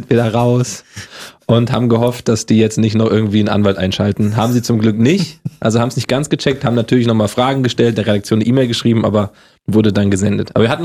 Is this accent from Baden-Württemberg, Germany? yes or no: no; Hesse, Germany; accent: Hessian; Das Hessisch abtrainieren, komme ich aus Hessen, da hatte ich so diesen diesen Dialekt gleich drauf, der wurde mir abtrainiert, war auch gut so, aber ohne, dass ich jetzt meine hessischen Wurzel verliere.